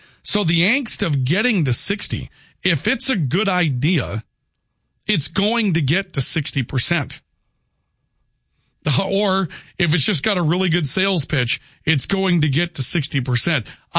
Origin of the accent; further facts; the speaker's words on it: Valley City, North Dakota, United States; Valley City's building a new school in my hometown.